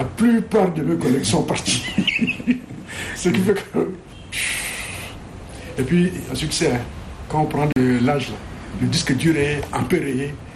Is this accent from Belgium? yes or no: no; N'Djamena, Chad; born there; also born or lived in Moundou, Chad / Sarh, Chad / Romania; À 6 ans, j'ai commencé l'école. J'ai fréquenté l'école Ilie-Leclerc. Parce qu'entre-temps, il n'y avait pas beaucoup d'écoles à Ndjamena.